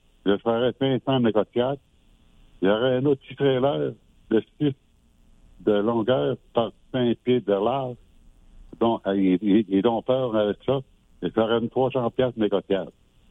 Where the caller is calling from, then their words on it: Alma, Quebec, Canada